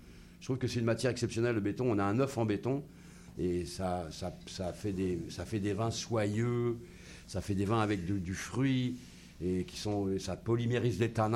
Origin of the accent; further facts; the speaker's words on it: Loire, France; parce qu'on est de la Loire, Karine et moi